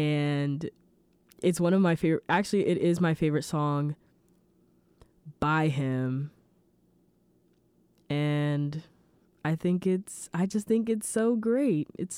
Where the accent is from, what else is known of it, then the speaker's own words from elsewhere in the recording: Ghana; Also, fun fact, I'm Ghanaian. I don't know if I've said that before.